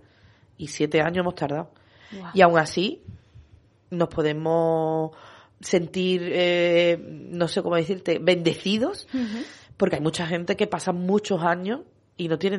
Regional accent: Seville, Andalusia, Spain; yo digo que es nuestra familia de Menorca y para ello nosotros somos su familia de Sevilla

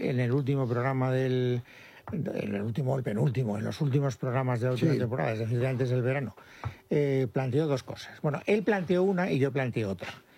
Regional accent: Castellón, Valencian Community, Spain; Es que como vengo de Castellón, todavía con la mentalidad levantina.

